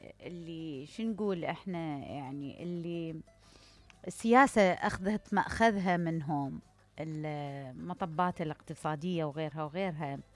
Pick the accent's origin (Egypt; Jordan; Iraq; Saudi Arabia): Iraq; احنا كعراقيين، كعراقيين تحديدا